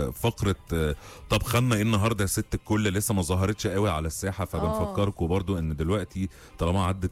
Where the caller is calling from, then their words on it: Cairo, Cairo Governorate, Egypt; وبسمعكم من القاهره وفعلا معاكم في السكه.